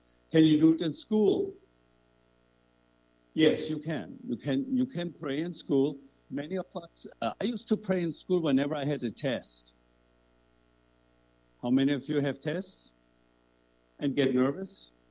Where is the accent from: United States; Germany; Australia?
Germany; moved away; I'm from Germany. That's what we play over there.